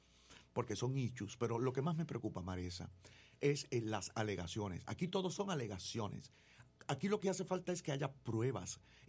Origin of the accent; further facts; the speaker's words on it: Puerto Rico; Gente que ama Puerto Rico porque somos puertorriqueños y porque además de esto nuestra isla es maravillosa.